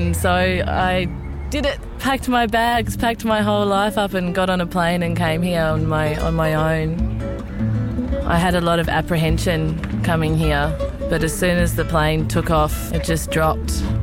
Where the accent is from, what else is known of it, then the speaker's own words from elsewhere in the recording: Melbourne, Victoria, Australia; born there; moved away as an adult; now in Alice Springs, Australia; I was born in Melbourne and I consider myself to be a Centralian woman now. Feel very home here.